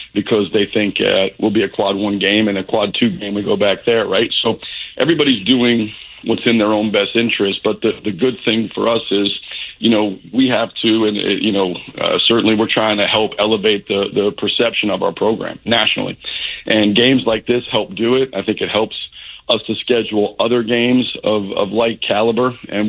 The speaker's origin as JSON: {"language": "English", "region": "New York", "country": "United States", "tie": "born or raised there", "said": "I grew up in New York"}